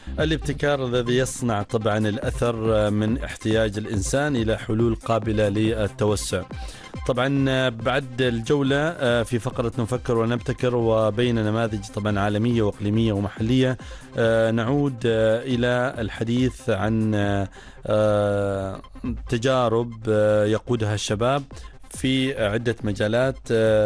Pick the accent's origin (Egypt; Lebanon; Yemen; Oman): Oman; عندنا في عمان